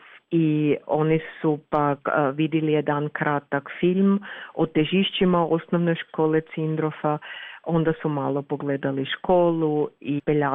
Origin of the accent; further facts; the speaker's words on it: Burgenland, Austria; ne kao kod nas u Gradišću 4 razrede.